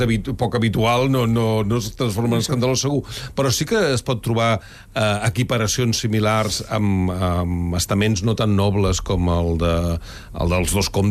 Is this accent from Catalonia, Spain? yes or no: yes; Catalonia, Spain; Aquest és un cas que ens toca, diguéssim, com a catalans, sí, molt directament, no?